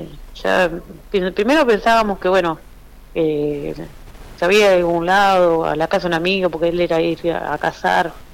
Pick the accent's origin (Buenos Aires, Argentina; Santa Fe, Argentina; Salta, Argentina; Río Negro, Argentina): Buenos Aires, Argentina; No, yo soy de Buenos Aires y el hijo Cristian también es de Buenos Aires.